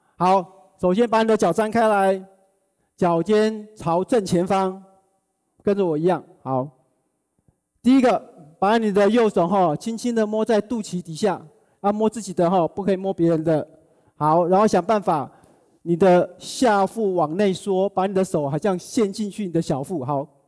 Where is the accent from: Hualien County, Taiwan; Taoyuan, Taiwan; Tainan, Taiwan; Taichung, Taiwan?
Hualien County, Taiwan; Hualien; 我自己是一个花莲人啊，从小在花莲长大。